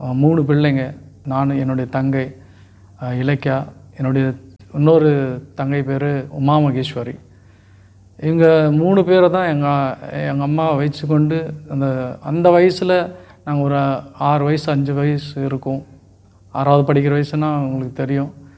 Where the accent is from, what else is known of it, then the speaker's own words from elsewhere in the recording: Vaniyambadi, Tamil Nadu, India; born there; நான் ஒரு இந்து தெலுங்கு ஃபேமிலியில் பிறந்த பையன். என்னோடய லைஃப்பில் வாணிம்படின்ற ஊரில் நான் பிறந்தேன். வளர்ந்ததெல்லாம் அந்த ஊரில் தான். ஒரு 6th ஸ்டாண்டர்ட் வரையும் நான் வாணிம்படியில் தான் பிறந்து வளர்ந்தேன்.